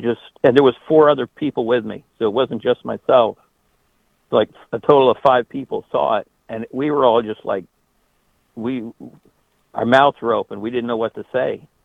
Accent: Washington, District of Columbia, United States; because I grew up in Washington D.C., so you really couldn't see shooting stars and stuff.

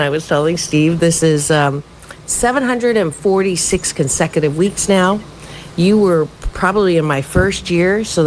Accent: Canada; born there; I was born in Canada.

